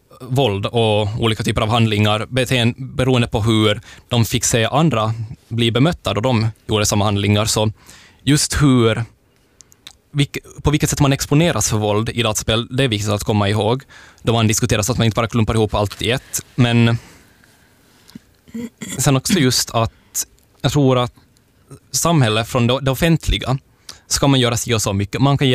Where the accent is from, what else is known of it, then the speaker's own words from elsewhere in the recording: Korsholm, Ostrobothnia, Finland; Och det har vi ju, jag tror i min hemkommun Korsholm, vi har ganska få.